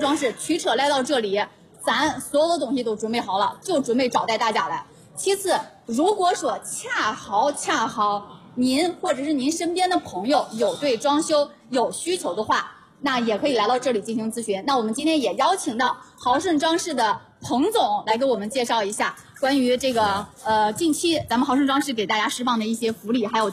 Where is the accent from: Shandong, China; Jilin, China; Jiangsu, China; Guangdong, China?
Jiangsu, China; Xuzhou